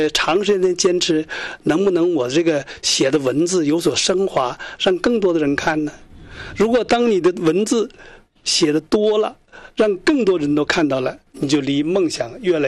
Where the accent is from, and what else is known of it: Jilin, China